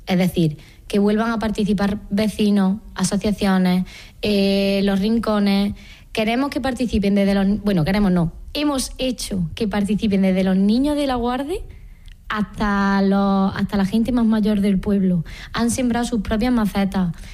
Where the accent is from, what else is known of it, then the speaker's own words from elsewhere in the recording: Villanueva del Duque, Andalusia, Spain; o 27 años y soy de Villanueva del Duque. Llevo toda la vida viviendo aquí y por temas de estudios pues me fui a estudiar a Córdoba.